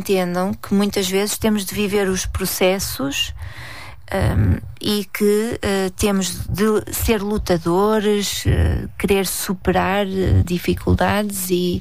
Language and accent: Portuguese; Portugal; sou portuguesa.